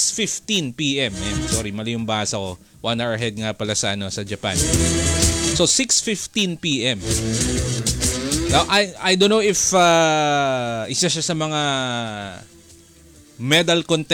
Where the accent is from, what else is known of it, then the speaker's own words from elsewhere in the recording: Oriental Mindoro, Philippines; Yung hometown ko mga isa't kalahating oras away from Puerto Galera.